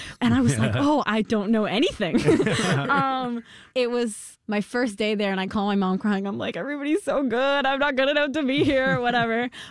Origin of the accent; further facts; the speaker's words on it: Spain; I grew up in Spain. I was born in Spain. My mom is Spanish Dominican. My dad is Spanish.